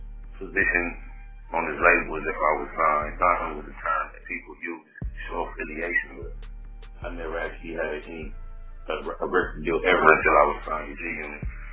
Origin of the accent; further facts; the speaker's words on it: Compton, California, United States; I'm from Compton / Los Angeles, South Central, California.